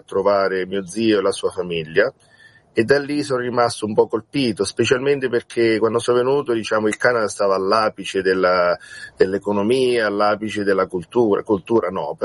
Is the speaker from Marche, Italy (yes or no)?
yes; Comunanza, Marche, Italy; also born or lived in San Benedetto del Tronto; now in Grottammare, Italy; Io sono nato a San Benedetto del Tronto perché c'è l'ospedale lì, no? Però ho vissuto tanti anni a Comunanza, che è un paesino all'interno, no? Nel Piceno.